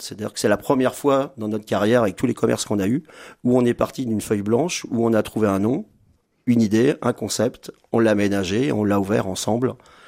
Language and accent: French; Mer, Centre-Val de Loire, France; je suis donc originaire de Mer